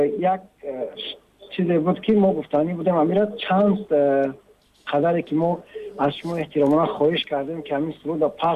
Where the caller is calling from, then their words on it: South Korea; Мо аз ҷумҳурии Корея ба шумо тамос гирифтем.